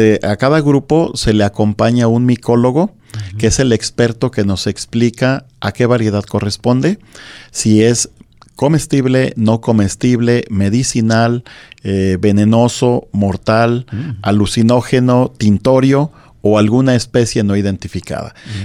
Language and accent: Spanish; Mixtlán, Jalisco, Mexico; Es un pueblo que estamos ubicados en lo que es la región Sierra Occidental del estado de Jalisco.